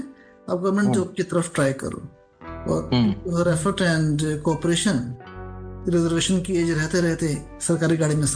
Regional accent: Haryana, India; मैं बेसिकली हरियाणा से हूँ

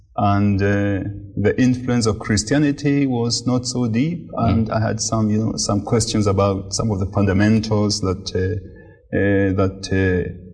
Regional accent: Central, Kenya; I was born in Central Kenya in 1964, and I grew up the first 20 years in the rural Kenya

